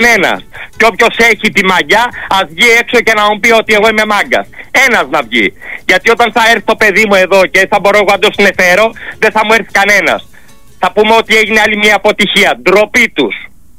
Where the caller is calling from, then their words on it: Patras, Western Greece, Greece; εγώ που είμαι πατρινός και πληρώνω τους φόρους